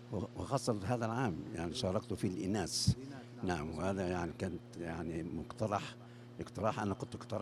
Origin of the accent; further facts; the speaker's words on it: Egypt; moved away; أنا من مصر أساساً،